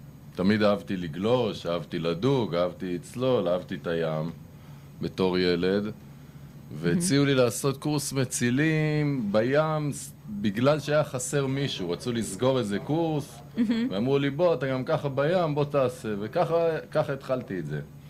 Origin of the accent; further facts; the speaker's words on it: Central District, Israel; אני גדלתי פה ביישוב סמוך, אז אני... תמיד זה היה העיר. אם היית אומר לי עיר, זה היה נתניה, כי גדלתי במושב פה ליד, ו... וזה מה שהכרתי